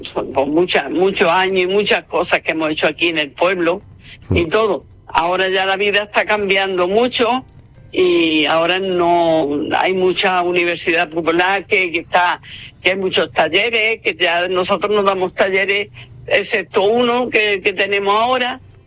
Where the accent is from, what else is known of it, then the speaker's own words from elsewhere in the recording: Granada, Andalusia, Spain; now in San Roque, Spain; no somos nacidas aquí en San Roque. Yo me considero también ya sanroqueña, ¿no? Pero yo no soy sanroqueña, soy granajina, soy de Granada, pero yo, San Roque, pues para mí es como si yo hubiera nacido aquí.